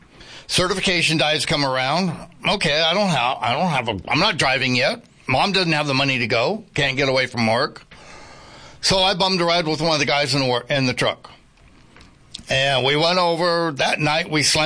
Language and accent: English; Yuma, Arizona, United States; I'm born and raised right here in Yuma, Arizona.